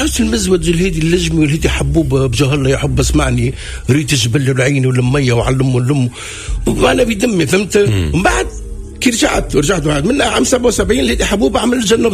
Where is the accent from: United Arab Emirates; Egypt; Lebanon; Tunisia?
Tunisia; born there; في حومتنا في حي الزهور، حومتي انا وحومة المرحوم وعشيري